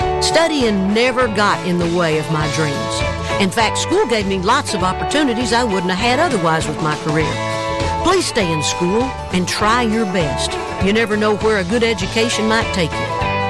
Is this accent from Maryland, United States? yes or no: no; Oklahoma, United States; Growing up in Oklahoma, I had big dreams of becoming a successful country music singer.